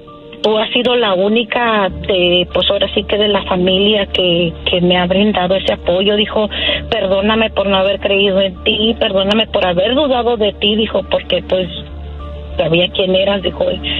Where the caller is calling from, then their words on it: Oklahoma, United States; Desde Oklahoma